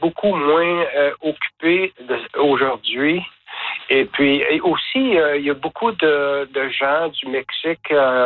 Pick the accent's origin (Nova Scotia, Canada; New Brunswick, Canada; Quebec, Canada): Quebec, Canada; born there; now in British Columbia, Canada; Je suis né au Québec. Puis, mais ça fait depuis 1980 que je suis ici, en Colombie-Britannique.